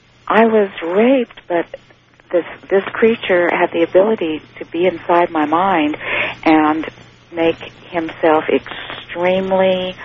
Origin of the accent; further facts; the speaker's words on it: West Coast, United States; moved away; I didn't grow up in this area. I have ties back there, but I grew up on the West Coast.